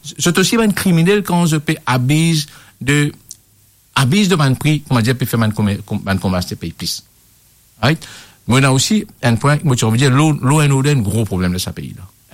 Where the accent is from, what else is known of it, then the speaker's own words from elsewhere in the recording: Mauritius; nous, le Mauricien, allons dans notre pays, allons sourire dans notre pays